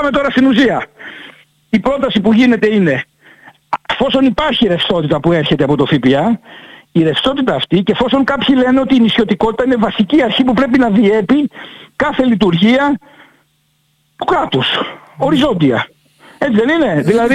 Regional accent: Kefalonia, Ionian Islands, Greece; born there; Εμένα το μυαλό μου και η καρδιά μου είναι στην Κεφαλονιά ως νησιώτης.

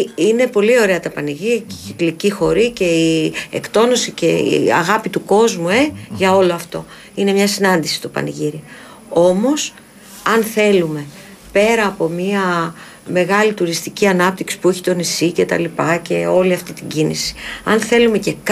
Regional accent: Kefalonia, Ionian Islands, Greece; moved away; εμείς που είμαστε και από την Κεφαλονιά

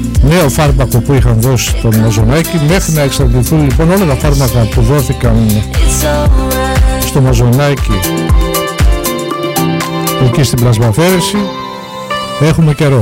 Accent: Greece; είμαστε Έλληνες, ρε.

